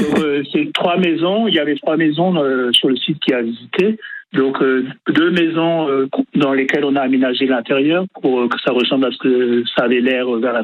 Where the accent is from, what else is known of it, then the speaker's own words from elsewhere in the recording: Graufthal, Grand Est, France; chez nous à Grovetal